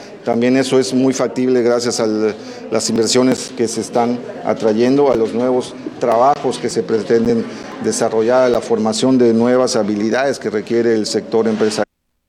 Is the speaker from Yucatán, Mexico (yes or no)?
yes; Yucatán, Mexico; tenemos todos como sociedad yucateca